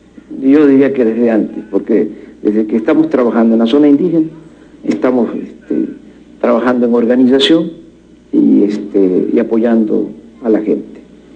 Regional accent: Macuspana, Tabasco, Mexico; born there; Yo nací en un campo petrolero que se llamaba Fortuna Nacional. Soy de Macuspana, de un pueblo que lleva el nombre de Tepetitán, un pueblo de 1.500 habitantes, no, menos, como de 1.000 habitantes. Es una vida rural muy interesante, muy libre

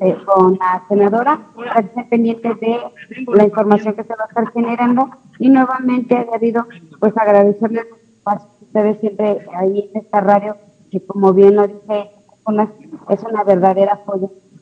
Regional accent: Mexico

